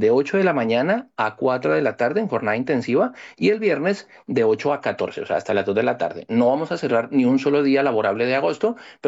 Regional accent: Colombia; now in Madrid, Spain

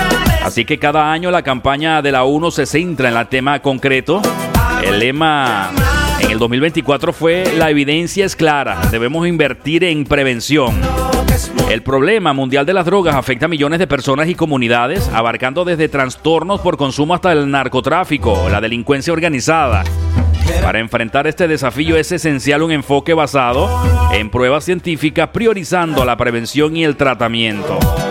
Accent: Venezuela; now in Spain; soy un ciudadano venezolano.

